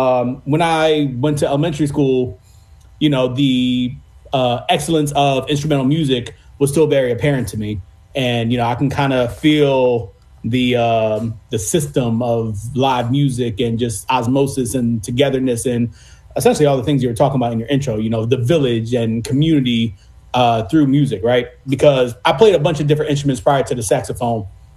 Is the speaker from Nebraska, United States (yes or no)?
no; Upper Darby, Pennsylvania, United States; also born or lived in West Philadelphia; I was born in West Philadelphia, and then I was in West Philly until about first grade. And then I went to Upper Darby system from first grade all the way to senior year of high school.